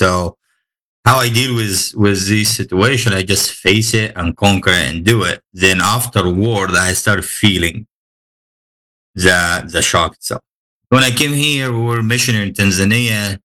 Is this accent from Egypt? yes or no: yes; Egypt; now in Kansas City, United States; Like I grew up in Egypt, and we have Egyptian Muslims and Egyptian Christians.